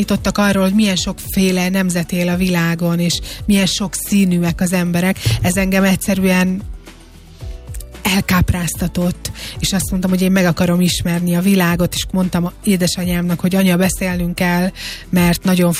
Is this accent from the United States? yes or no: no; Hungary; now in Budapest, Hungary; Én vidéken nőttem fel, az még a sokkal inkább szegregáltabb lét volt, mint a fővárosban, vagy a nagyvárosokban.